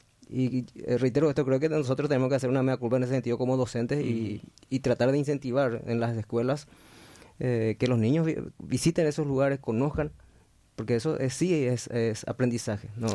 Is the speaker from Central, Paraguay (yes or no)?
yes; Capiatá, Central, Paraguay; now in Ciudad del Este, Paraguay; yo soy de Capiatá, pero hace más de 40 años que vivo en Ciudad del Este.